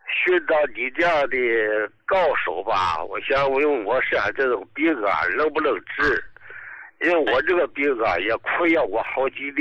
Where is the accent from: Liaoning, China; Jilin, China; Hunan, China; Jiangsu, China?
Liaoning, China; Dalian; 这个医大就大，我是大连的哈、